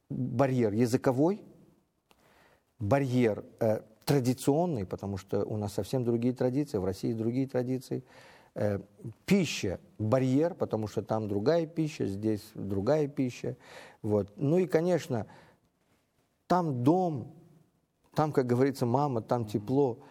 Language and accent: Russian; Uzbekistan; я сам уроженец азиатских стран, я сам уроженец Узбекистана, и я знаю, каков наш народ.